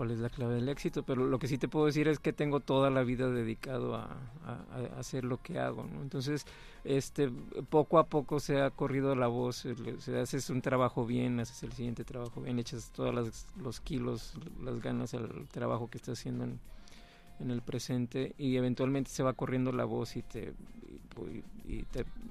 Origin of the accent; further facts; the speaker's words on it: Monterrey, Nuevo León, Mexico; contento de estar aquí en mi ciudad natal.